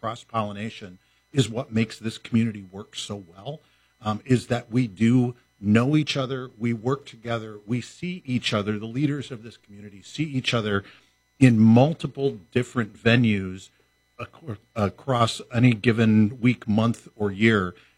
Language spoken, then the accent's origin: English; Mount Pleasant, Michigan, United States; now in Holland, United States; I didn't grow up in Holland, as I think the listeners know. I grew up in Mount Pleasant.